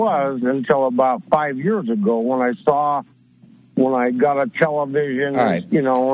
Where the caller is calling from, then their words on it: Montana, United States; Hello, this is … in Montana.